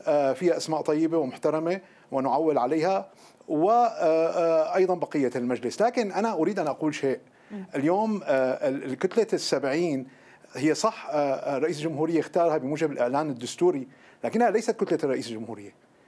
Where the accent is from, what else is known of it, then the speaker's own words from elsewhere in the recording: Damascus, Damascus Governorate, Syria; على مستوى مدينتي دمشق وعلى مستوى كل المحافظات